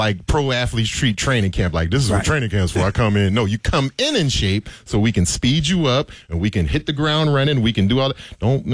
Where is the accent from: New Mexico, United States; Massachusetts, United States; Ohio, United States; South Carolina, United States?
South Carolina, United States; James Island; So we got to go to the James Island Library, my hometown.